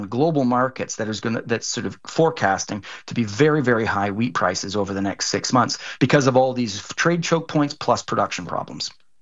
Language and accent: English; Canada; I'm going to, you know, flex a little bit as a Canadian here, and I'm quite proud of measures that my federal government has taken